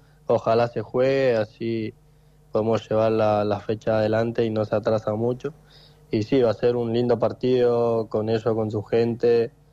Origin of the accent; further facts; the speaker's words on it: San Miguel de Tucumán, Tucumán, Argentina; also born or lived in Puerto San Julián; now in Comodoro Rivadavia, Argentina; Yo soy de Tucumán, capital San Miguel, me vine acá a Puerto San Julián por el trabajo de mi papá, y nada, me quedé ahí 4 años, 5